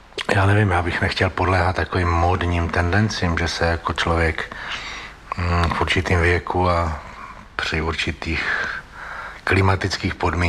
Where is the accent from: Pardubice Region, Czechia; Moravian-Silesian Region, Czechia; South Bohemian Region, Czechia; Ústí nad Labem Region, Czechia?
Pardubice Region, Czechia; Holice; born there; Já jsem se narodil v Holicích v Čechách, tam je krásný kostel. Vlastně jediná věc, která tam je památná, je tenhle kostel.